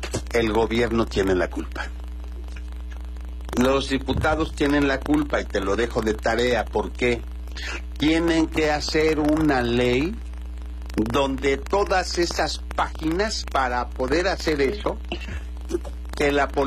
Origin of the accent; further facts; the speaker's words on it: Guerrero, Mexico; porque soy guerrerense